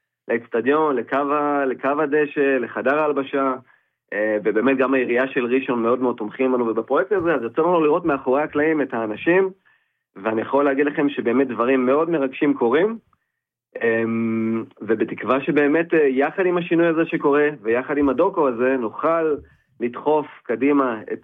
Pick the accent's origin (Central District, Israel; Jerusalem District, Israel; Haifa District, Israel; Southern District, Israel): Central District, Israel; Rishon LeZion; moved away; אנחנו בעצם שני חברי ילדות, נולדנו וגדלנו בראשון